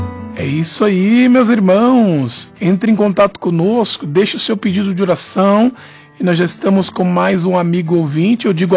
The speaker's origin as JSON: {"language": "Portuguese", "region": "São Paulo", "country": "Brazil", "moved": "yes", "said": "Belmira Marim, minha terra."}